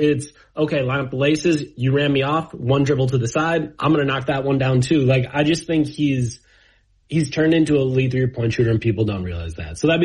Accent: Milwaukee, Wisconsin, United States; moved away as an adult; now in Miami, United States; I'm from Milwaukee, they moved me down here

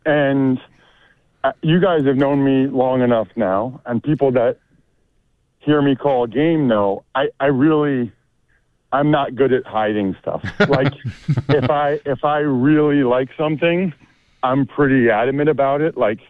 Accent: Reading, Pennsylvania, United States; I'm from Reading, Pennsylvania.

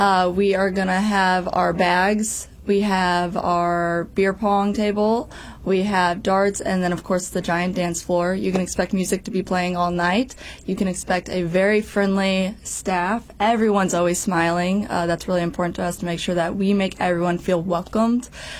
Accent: Herculaneum, Missouri, United States; I've been here my whole life. So I went to Herculaneum, which is right next to Festus, and never left. So I've been here forever.

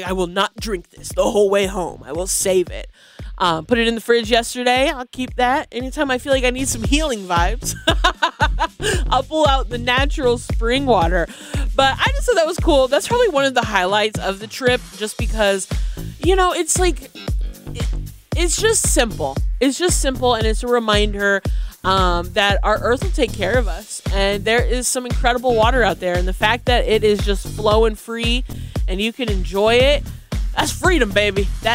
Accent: Illinois, United States; born or raised there; moved away

